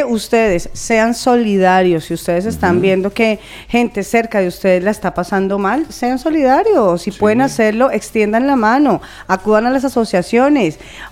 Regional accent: Madrid, Community of Madrid, Spain; moved away; Yo, por ejemplo, tengo grupos de WhatsApp, como vengo de Madrid.

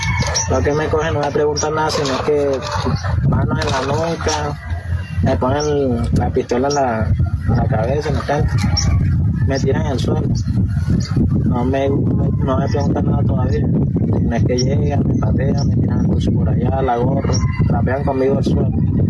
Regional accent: Venezuela; now in Colombia; Venezuela de Ciudadanía aquí de Colombia

